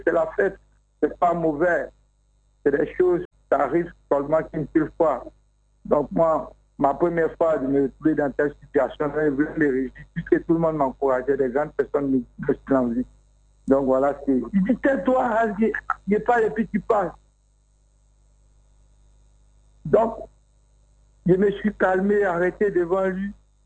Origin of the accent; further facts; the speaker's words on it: Bouaké, Vallée du Bandama, Côte d’Ivoire; moved away; je suis né à Boaké, j'ai grandi à Boaké à la maternité dans un store, camp commando là. Mmh. Et j'ai passé tout mon enfance à Boaké